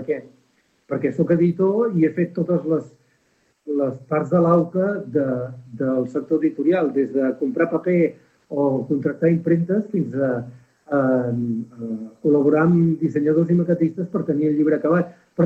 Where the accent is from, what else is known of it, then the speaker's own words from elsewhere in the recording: Camprodon, Catalonia, Spain; de Camprodon. Vaig néixer a Camprodon als quatre cantons. El que passa que vaig estudiar fora.